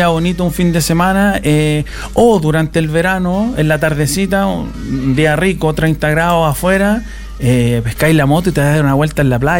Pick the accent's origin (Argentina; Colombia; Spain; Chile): Chile; moved away as an adult; now in Melbourne, Australia; yo soy chileno, yo adoro mi Chile, pero hasta el momento ya voy mitad y mitad, ya tengo la mitad. ¿Ya? Tengo la mitad de mi vida hecha allá en Australia